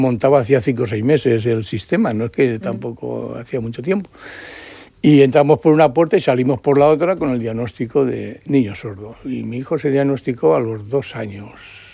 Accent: Valencia, Valencian Community, Spain; born there; moved away; Yo tengo infraestructura en Valencia porque soy de Valencia. Bueno, nacido allí

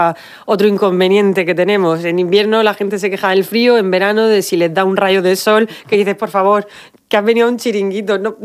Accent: Spain; me va a doler en el alma, os conozco, soy español

